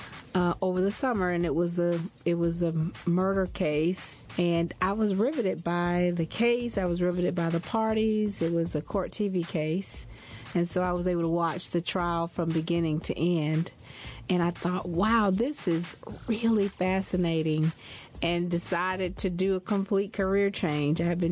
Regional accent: Jacksonville, Florida, United States; moved away as an adult; now in Albany, United States; I practiced a little bit in Florida, my hometown, Jacksonville.

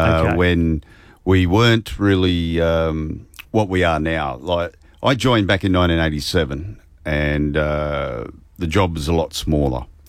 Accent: Sydney, New South Wales, Australia; because I'm from Sydney

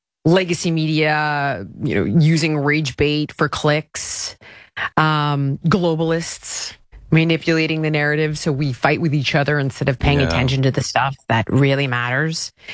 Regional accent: California, United States; which is why I think I was a liberal my whole life, on top of growing up in California

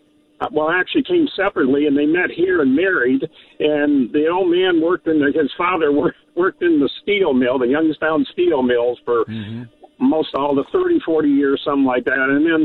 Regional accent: Ireland; I do know, Chris, because I am Irish.

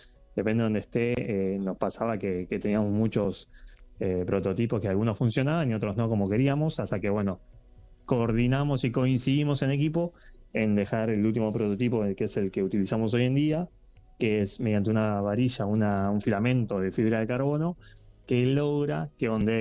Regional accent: Quilmes, Buenos Aires Province, Argentina; now in Wilde, Argentina; No, yo soy de Buenos Aires. Yo nací en la ciudad de Quilmes. Bueno, vivo actualmente en Wilde, en Avellaneda, la zona sur de la provincia de Buenos Aires.

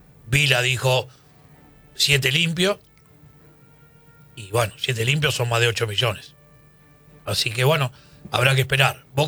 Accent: Paraguay; soy paraguayo

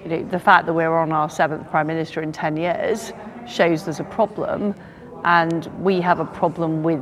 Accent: United Kingdom; like I am proud of being British.

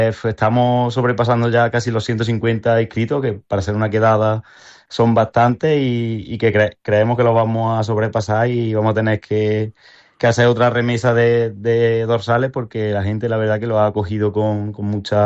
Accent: Moriles, Andalusia, Spain; born or raised there

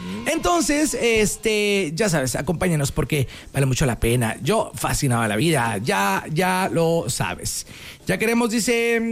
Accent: Mexico; nosotros como mexicanos

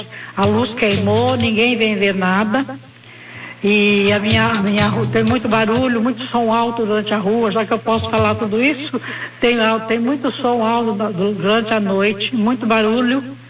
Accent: Valinhos, São Paulo, Brazil; É, eu sou de Valinhos

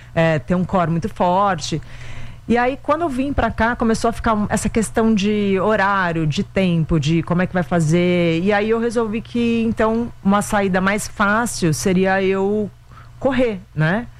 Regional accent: Santos, São Paulo, Brazil; now in São Paulo, Brazil; Eu sou de Santos.

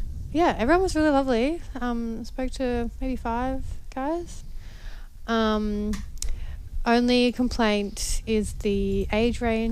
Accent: Melbourne, Victoria, Australia; also from Melbourne.

